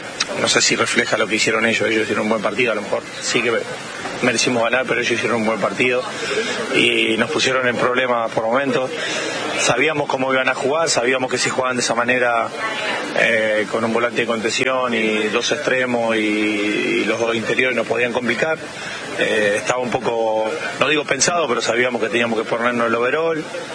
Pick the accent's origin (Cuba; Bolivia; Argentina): Argentina; Dirán que porque soy argentino lo digo